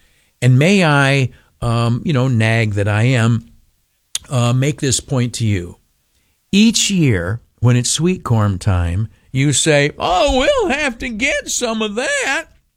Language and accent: English; United States; I'm an American. I'm a veteran of the Army.